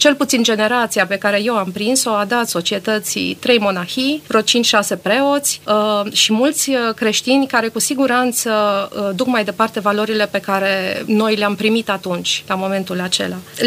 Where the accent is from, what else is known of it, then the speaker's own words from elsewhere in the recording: Târgu Mureș, Mureș County, Romania; born there; Eu m-am născut în Târgu Mureș